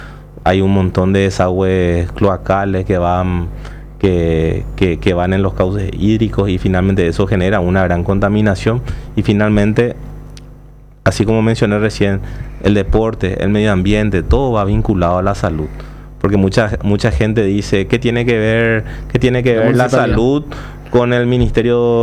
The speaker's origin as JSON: {"language": "Spanish", "country": "Paraguay"}